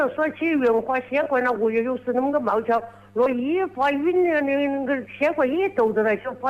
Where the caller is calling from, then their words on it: Shishou, Hubei, China; 我是从桃花山镇古井口村移走。